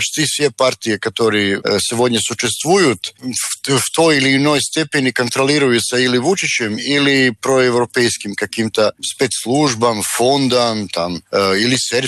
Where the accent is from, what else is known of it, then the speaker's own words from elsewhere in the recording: Serbia; now in Moscow, Russia; мы из Сербии приехали в Москву, ищем здесь поддержку какую-то для наших медиа патриотических, для нашего движения туда-сюда.